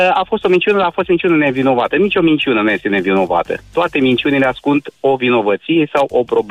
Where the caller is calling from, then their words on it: Iași, Iași County, Romania; și vă sunt din Iași.